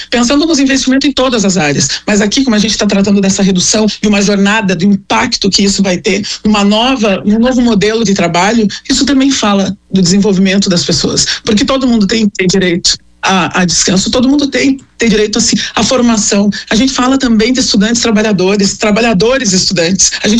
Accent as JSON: {"language": "Portuguese", "town": "Porto Alegre", "region": "Rio Grande do Sul", "country": "Brazil", "tie": "born or raised there", "said": "Eu sou uma figura que eu cresci numa ocupação aqui em Porto Alegre, numa comunidade."}